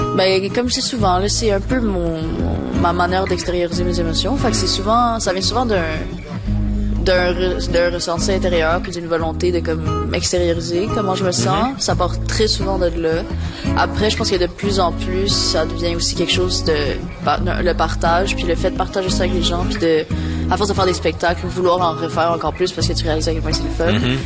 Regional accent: Quebec, Canada; first language French; c'était juste de le faire dans ma langue maternelle, puis avec la manière dont je parle à tous les jours. Puis c'était aussi, I guess, un peu un choix de vouloir faire perdurer la langue, puis la culture québécoise.

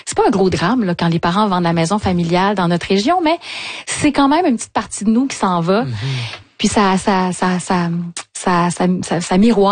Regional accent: Quebec, Canada; moved away; c'est ma façon à moi de replanter mes racines dans ce lieu-là d'où je viens, qui est la Gaspésie, que j'ai quitté, mais que j'ai comme requitté une deuxième fois quand la maison familiale a été vendue.

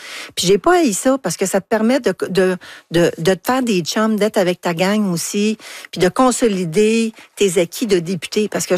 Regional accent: Anjou, Quebec, Canada; born or raised there

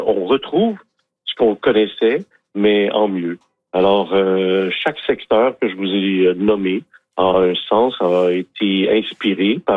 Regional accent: Quebec, Canada; Moi, mon histoire de scène, moi, je viens du comté de Portneuf.

